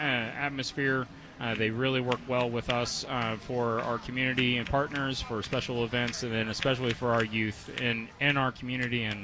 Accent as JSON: {"language": "English", "town": "Camby", "region": "Indiana", "country": "United States", "tie": "born or raised there", "said": "I grew up actually in Canby, Indiana, so just outside of the county limits in Marion County, but I went to Decatur Central High School."}